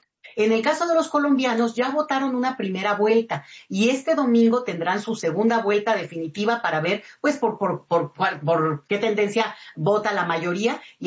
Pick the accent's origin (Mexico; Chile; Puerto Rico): Mexico; una comunidad que en nuestro país no es muy grande